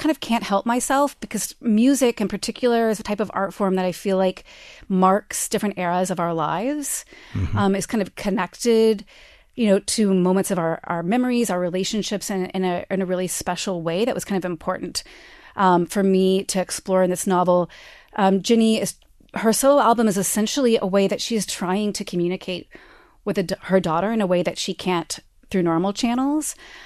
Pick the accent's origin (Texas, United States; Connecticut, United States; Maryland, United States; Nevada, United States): Texas, United States; Abilene; Yes, I grew up in Abilene. My father collected records and was really into music.